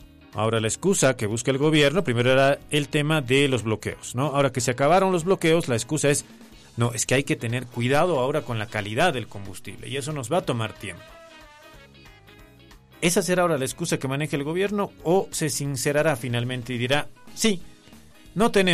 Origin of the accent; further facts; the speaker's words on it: Bolivia; como bolivianos, como pueblo boliviano